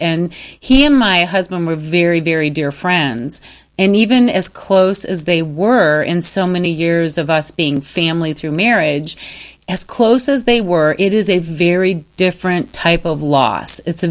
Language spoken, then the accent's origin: English; Michigan, United States; now in Arizona, United States; but I've been in Arizona for many, many years, but Michigan is still my home state.